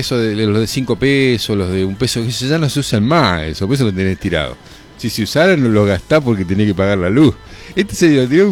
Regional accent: Argentina; Nosotros somos únicos los argentinos.

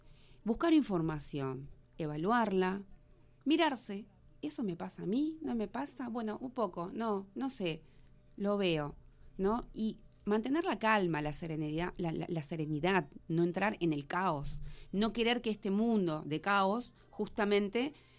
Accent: Montevideo, Uruguay; moved away as an adult; Yo soy de Montevideo. Hace 4 años, cuando dejé mi Montevideo, voy ahora y no lo conozco.

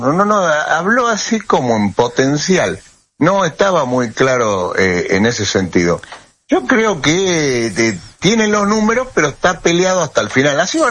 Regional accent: Salta, Argentina; si nosotros acá en Salta, yo que soy de Salta, en Salta

